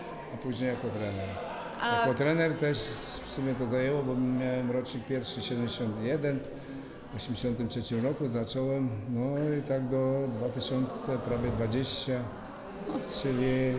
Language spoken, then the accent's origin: Polish; Świdnica, Lower Silesian Voivodeship, Poland; born there; moved away as an adult; also born or lived in Wałbrzych; now in Zabrze, Poland; Wychowanek, Polonii Świdnica. Mhm. Tam do szkoły skończyłem maturę i zacząłem jeździć po Polsce.